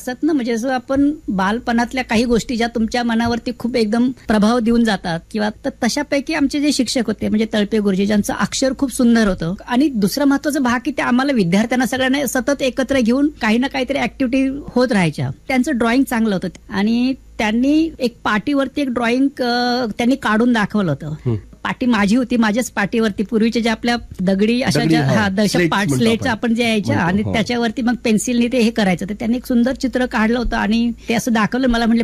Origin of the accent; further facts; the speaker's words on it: Rajewadi, Maharashtra, India; born there; माझा जन्म हा भीमाशंकर जे एक तीर्थक्षेत्र आहे 12 ज्योतिर्लिंगापैकी एक असलेलं हिमालयाच्या सह्याद्रीच्या रांगेमध्ये असलेलं भीमाशंकर, ते भीमाशंकर पासून 20 किलोमीटर अलीकडे असणार एक राजेवाडी असं छोटस गाव आहे